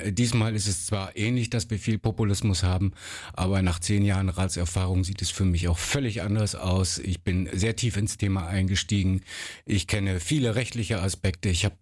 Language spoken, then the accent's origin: German; Wilhelmshaven, Lower Saxony, Germany; Wilhelmshaven ist meine Heimatstadt. Das ist einfach auch mein Lebensmittelpunkt.